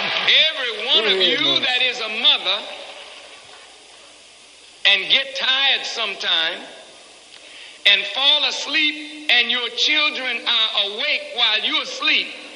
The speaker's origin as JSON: {"language": "English", "town": "New York City", "region": "New York", "country": "United States", "tie": "born there", "moved": "yes", "lives_now": "Georgia, United States", "said": "I was born in New York City. But I'm here in Georgia."}